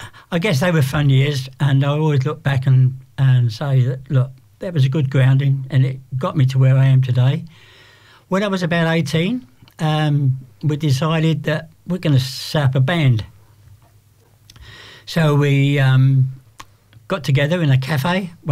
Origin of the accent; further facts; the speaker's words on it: London, United Kingdom; moved away as an adult; also born or lived in Melbourne, Australia; now in Sydney, Australia; Growing up in London in teenage years